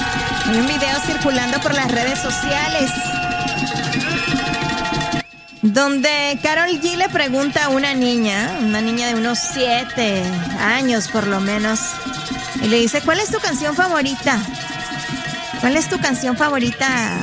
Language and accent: Spanish; Peru; yo no soy boliviana, yo soy de Perú, ¿ok? Sí, yo soy su peruchita